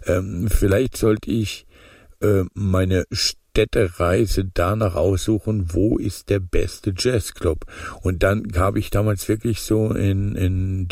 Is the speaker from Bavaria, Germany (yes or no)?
yes; Munich, Bavaria, Germany; Warum nicht mal als Münchner mal nach München reisen?